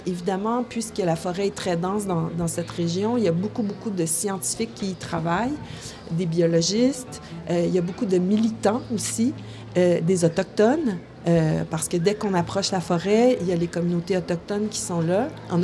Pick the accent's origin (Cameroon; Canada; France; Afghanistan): Canada; Quebec; now in Montreal, Canada; On a cette impression au Québec